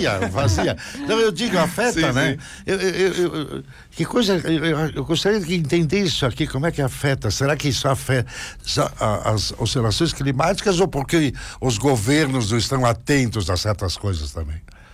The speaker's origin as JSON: {"language": "Portuguese", "country": "Brazil", "tie": "born there", "said": "O bairro mais famoso do Brasil. Onde eu nasci."}